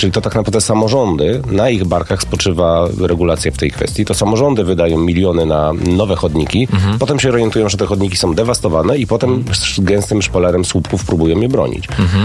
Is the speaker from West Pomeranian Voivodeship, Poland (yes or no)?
yes; Szczecin, West Pomeranian Voivodeship, Poland; Jestem ze Szczecina oryginalnie.